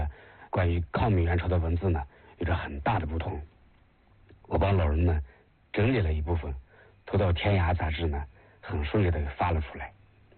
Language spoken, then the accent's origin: Chinese; China; 我们中国人在异国他乡的土地上耗时如此之久